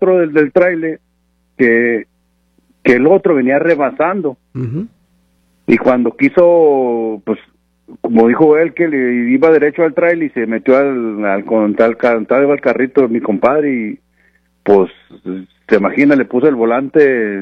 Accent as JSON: {"language": "Spanish", "country": "Mexico", "said": "Sí, soy de mexicano."}